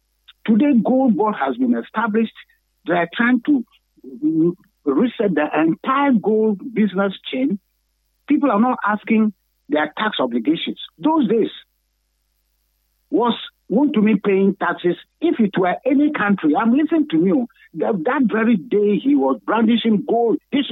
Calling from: Takoradi, Western Region, Ghana; I'm calling from Takoradi.

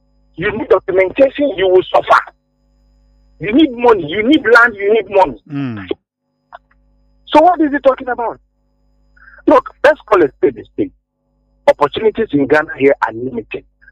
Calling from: Houston, Texas, United States; I'm calling from

